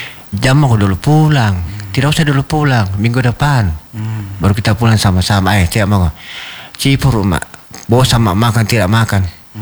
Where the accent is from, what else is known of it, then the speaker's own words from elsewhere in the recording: South Sulawesi, Indonesia; moved away; kita nih orang Bugis merantau, orang Sulawesi Selatan